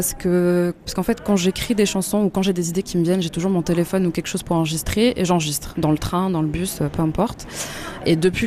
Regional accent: Switzerland; born or raised there

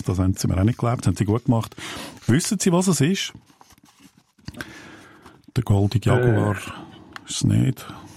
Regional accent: Aargau, Switzerland; Ich bin ja ein Aargauer.

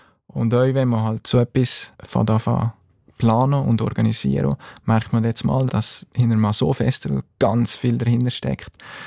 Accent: Grächen, Valais, Switzerland; Grächen ist und bleibt meine Heimat, wenn man in den Bergen, wo so ein kleiner, schöner Bergdorf aufgewachsen ist. Die Heimat, das verliert man nie.

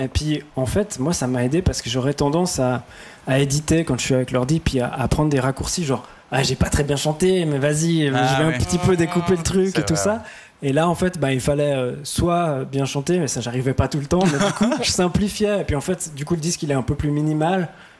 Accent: Fribourg, Switzerland; comme je viens de Fribourg

